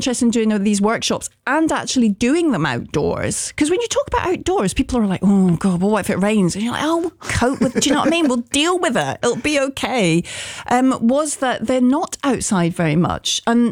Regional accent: Glasgow, Scotland, United Kingdom; When I was a kid growing up in Glasgow

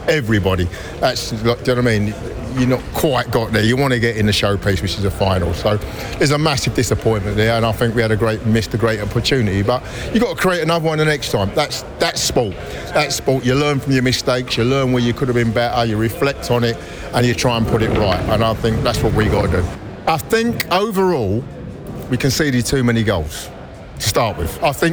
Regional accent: England, United Kingdom; obviously we're English, so it's about England

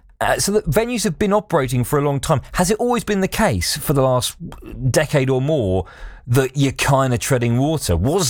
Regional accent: Hitchin, East of England, United Kingdom; I grew up in Hitchin in Hertfordshire, where we had Club 85.

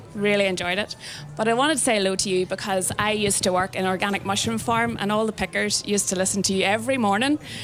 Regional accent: Whitehead, Northern Ireland, United Kingdom; now in Belfast, United Kingdom; Used to be from Whitehead, growing up.

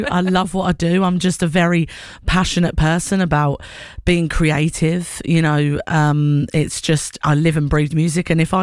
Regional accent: Essex, East of England, United Kingdom; moved away as an adult; now in North East England; So you can hear my accent. I am originally from down south, Essex.

